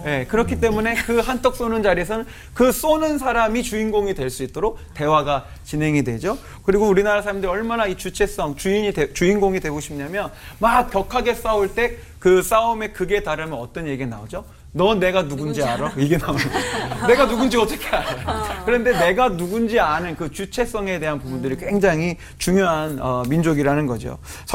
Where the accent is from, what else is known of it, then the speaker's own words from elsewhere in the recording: South Korea; 늘 뭔가 우리나라 사람들은 관계 안에서 다른 사람이 어떠한지 나는 어떠한지를 계속 살펴보는 것 같아요.